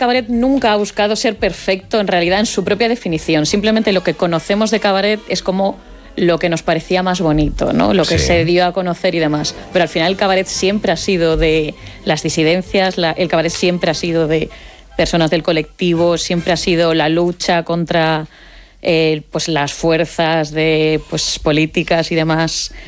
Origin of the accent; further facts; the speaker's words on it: Vigo, Galicia, Spain; yo soy de Vigo, cuando vuelvo a Vigo, sí noto